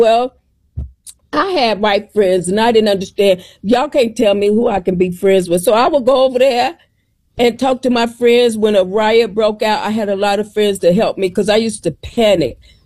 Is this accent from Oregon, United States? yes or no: no; Dayton, Ohio, United States; Dayton, Ohio.